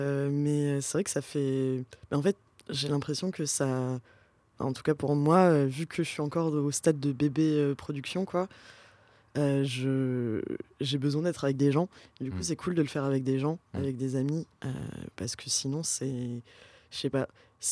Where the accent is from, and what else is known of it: Pau, Nouvelle-Aquitaine, France